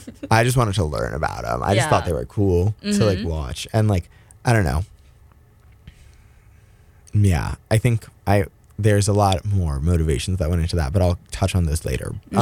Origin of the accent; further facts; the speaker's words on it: Cleveland, Ohio, United States; now in Pennsylvania, United States; I was raised in Cleveland, Ohio. I now kind of live in Pennsylvania full time.